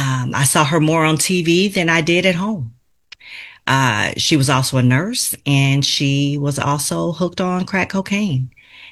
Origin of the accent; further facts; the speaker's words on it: Los Angeles, California, United States; And I come from Los Angeles, California.